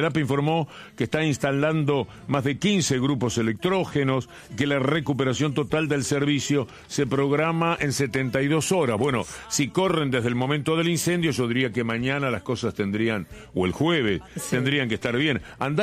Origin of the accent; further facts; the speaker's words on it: La Plata, Buenos Aires Province, Argentina; born there; De La Plata. Nací en La Plata.